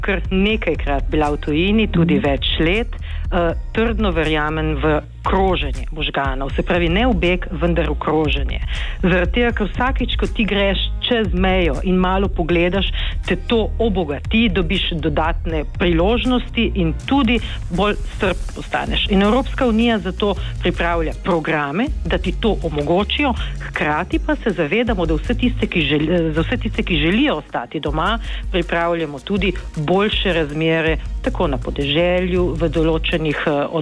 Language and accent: Slovenian; Nova Gorica, Goriška, Slovenia; Sem namreč Novogoričanka in sem odraščala ravno ob meji.